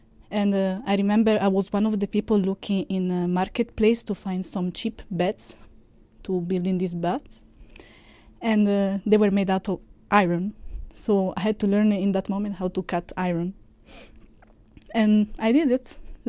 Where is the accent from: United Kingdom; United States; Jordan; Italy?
Italy; I'm from Italy, and I'm 25 years old.